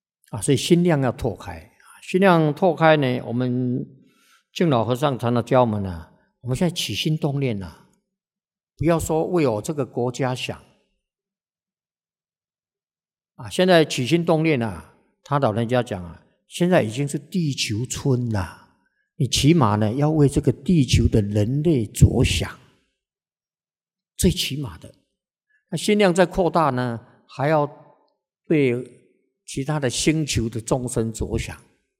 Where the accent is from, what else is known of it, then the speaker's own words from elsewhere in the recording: Taiwan; 去慈济他是为我们台湾人在修福啊，